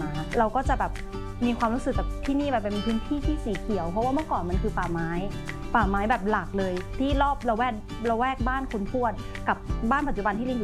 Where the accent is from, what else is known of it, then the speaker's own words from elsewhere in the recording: Chiang Mai, Thailand; นี้ในเชียงใหม่ก็จะเป็นย่านวัดเกตนะคะก็เกิดและโตมาที่นี